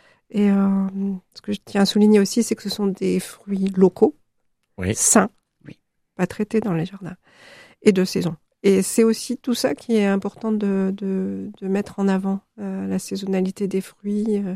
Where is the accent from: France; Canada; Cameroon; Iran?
France; La Rochelle, Nouvelle-Aquitaine; now in Eysines, France; je suis de La Rochelle et très attachée.